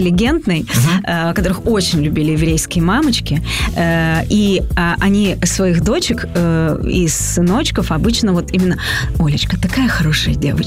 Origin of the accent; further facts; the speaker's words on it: Odesa, Odesa Oblast, Ukraine; Я родилась на Молдаванке, прожила там юность свою.